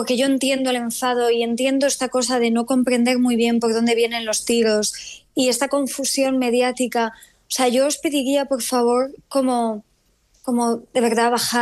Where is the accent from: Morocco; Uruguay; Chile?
Morocco; Spanish is a second language; now in Spain; Los que vivimos en España y somos marroquíes, seguimos atravesando calamidades en materia de extranjería para poder tener las cosas más básicas a muchos niveles.